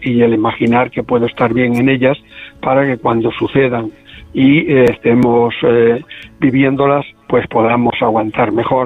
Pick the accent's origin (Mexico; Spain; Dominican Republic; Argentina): Spain; Galicia; Como buen gallego voy allí.